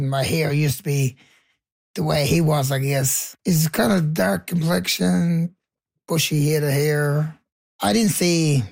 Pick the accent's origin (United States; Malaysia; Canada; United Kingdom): Canada; St. Bernard's, Newfoundland and Labrador; It was lovely life. Couldn't ask for no better. I loved the community. I loved the people there.